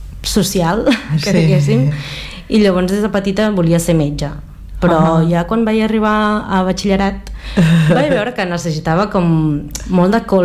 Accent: Changsha, Hunan, China; La diferència, sobretot, entre el meu poble d'origen, que és Changsha, i la capital de Beijing.

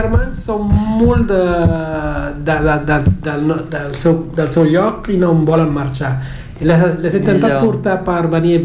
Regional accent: Cape Verde; first language Cape Verdean Creole; Catalan is a second language; now in Barcelona, Spain

